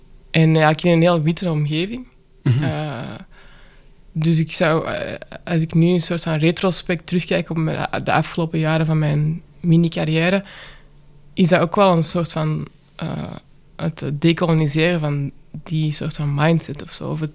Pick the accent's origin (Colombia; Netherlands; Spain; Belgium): Belgium; Antwerp, Flanders; als Antwerpenaar.